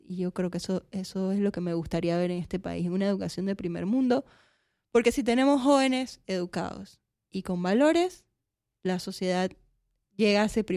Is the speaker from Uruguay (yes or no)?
no; Panama; como panameña me gustaría ver es una educación más apegada a las necesidades de hoy en día.